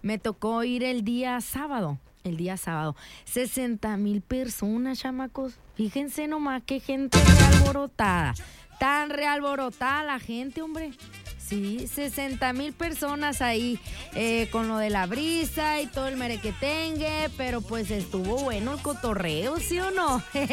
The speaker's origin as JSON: {"language": "Spanish", "region": "Sonora", "country": "Mexico", "tie": "born there", "said": "Bendito Dios que nacimos aquí en Sonora, oiga, que aquí vivimos."}